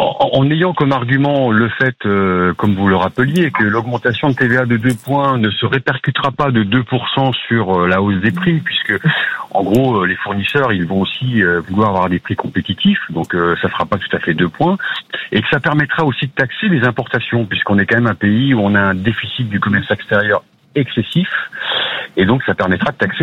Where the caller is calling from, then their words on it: Strasbourg, Grand Est, France; J'appelle de Strasbourg, dans le Bas-Rhin